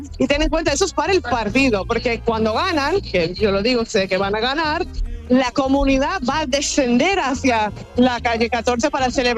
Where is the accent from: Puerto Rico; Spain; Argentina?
Spain; que viva España, que yo soy español.